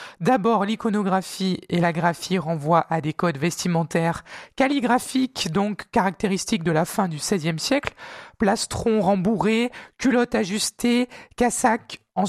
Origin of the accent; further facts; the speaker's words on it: Provence-Alpes-Côte d'Azur, France; chez nous en Provence.